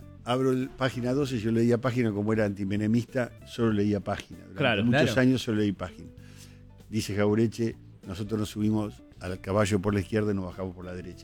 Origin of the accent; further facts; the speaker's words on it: Tandil, Buenos Aires Province, Argentina; Yo soy de Tandil.